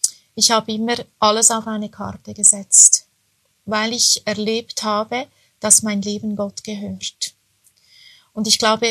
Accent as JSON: {"language": "German", "country": "Switzerland", "accent": "Swiss", "said": "ich komme aus der Schweiz, was unschwer zu erkennen ist an meiner Aussprache."}